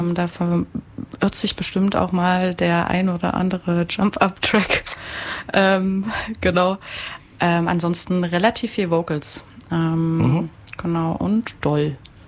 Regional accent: Merseburg, Saxony-Anhalt, Germany; Ich komme ursprünglich aus Merseburg.

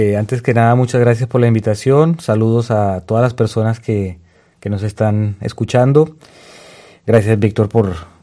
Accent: Colombia; now in Germany; el motivo por el cual tuve que salir de Colombia fue un motivo que hasta el día de hoy pues me causa bastante tristeza, que fue un desplazamiento político. Así que ese león que llegó a Alemania llegó bastante triste

